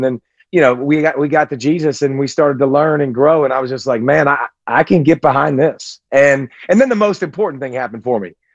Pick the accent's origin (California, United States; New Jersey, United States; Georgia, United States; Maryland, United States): Georgia, United States; Yeah, I'm a Georgia kid. So I grew up in Georgia, not far from the university.